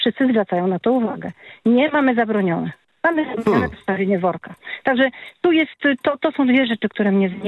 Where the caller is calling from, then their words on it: Masovian Voivodeship, Poland; mieszkam pod Warszawą